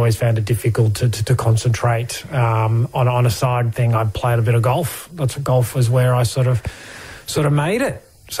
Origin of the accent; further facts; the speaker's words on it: Kingscliff, New South Wales, Australia; But I've been living off country most of my life, spent most of my childhood growing up down in Kingscliff, down on the Tweed River.